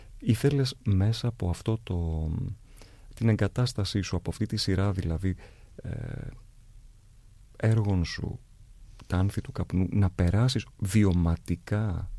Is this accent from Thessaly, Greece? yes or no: yes; Elassona, Thessaly, Greece; Οι δύο τόποι μας, ο δικός σου στην Πιερία και ο δικός μου στη Βόρεια Θεσσαλία, στην Ελασσόνα, τους ενώνει ο καπνός.